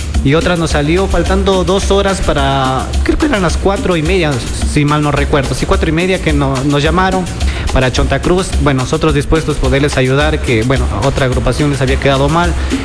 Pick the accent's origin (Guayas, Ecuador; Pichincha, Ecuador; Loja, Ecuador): Loja, Ecuador; 100% lojano, solo yo soy de la Huangora.